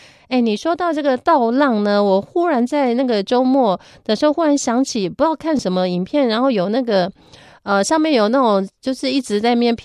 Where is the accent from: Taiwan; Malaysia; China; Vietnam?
Taiwan; 翠就是我们台湾人的赖啊